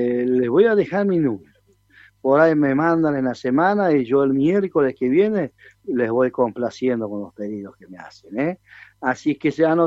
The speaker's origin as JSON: {"language": "Spanish", "town": "La Candelaria", "region": "Santiago del Estero", "country": "Argentina", "tie": "born or raised there", "moved": "yes", "said": "mi paraje, la Candelaria, del departamento Figueroa, Santiago del Estero, No se olviden que ahí yo soy de Sacha Ucumanta, como le digo, de Medio Monte."}